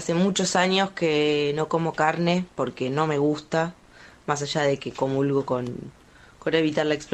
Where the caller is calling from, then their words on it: Buenos Aires, Argentina; de Floresta.